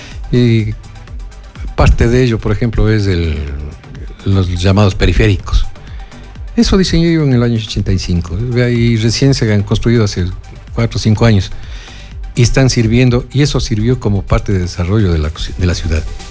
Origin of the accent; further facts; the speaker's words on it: Ibarra, Imbabura, Ecuador; also born or lived in Quito; Yo soy ibarreño de Ibarra, como se decir, en broma y en serio.